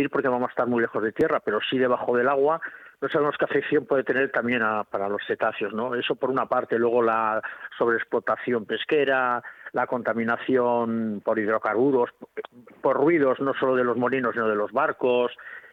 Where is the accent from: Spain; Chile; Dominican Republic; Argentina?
Spain; Bilbao, Basque Country; que lo cogí porque yo soy muy muy de Bilbao, y entonces de ahí me fui a trabajar a un pesquero 4 años